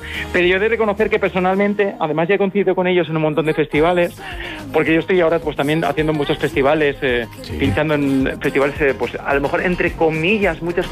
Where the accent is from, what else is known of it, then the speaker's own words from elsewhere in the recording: Valencian Community, Spain; como pasa en mi tierra en Valencia